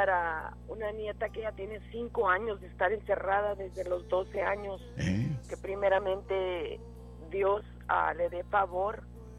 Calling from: Raymondville, Texas, United States; De Raymondville.

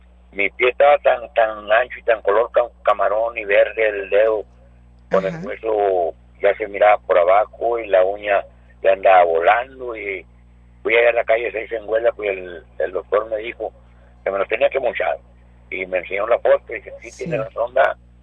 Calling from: Donna, Texas, United States; De aquí, de Dona.

